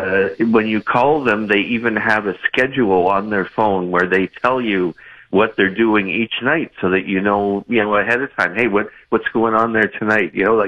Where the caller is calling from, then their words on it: Verdun, Quebec, Canada; From Verdun, West End Verdun.